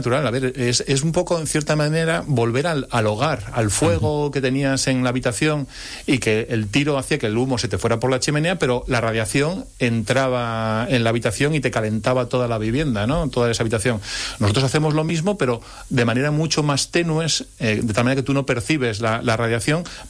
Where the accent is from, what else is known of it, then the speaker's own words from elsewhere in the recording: Asturias, Spain; yo soy asturiano y aquí no hay sol. Y aquí está lloviendo continuamente.